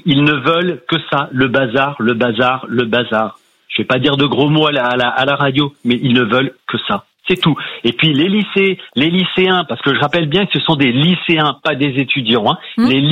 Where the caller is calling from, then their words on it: Ézanville, Île-de-France, France; Je vous appelle d'Aizenville, dans le Val d'Oise.